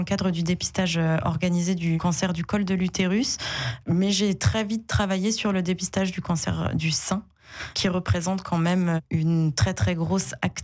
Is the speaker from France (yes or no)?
yes; Grand Est, France; moved away; un retour en Lorraine guidé aussi par des envies, disons, plus personnelles. Retour aux sources, retrouver la famille, les proches, les amis